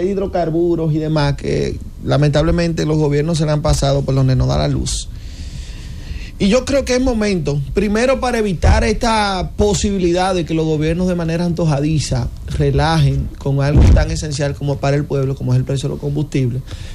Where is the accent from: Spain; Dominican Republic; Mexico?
Dominican Republic; Yo, como ciudadano dominicano